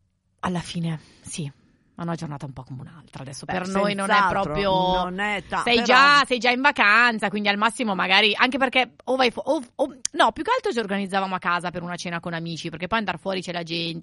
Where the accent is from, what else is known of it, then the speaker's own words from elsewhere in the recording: Liguria, Italy; mi ricordo che c'era da noi la sagra del minestrone. In Liguria